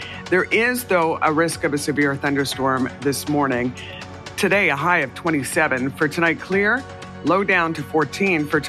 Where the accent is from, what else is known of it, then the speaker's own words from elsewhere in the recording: Brandon, Manitoba, Canada; now in Winnipeg, Canada; I grew up in Brandon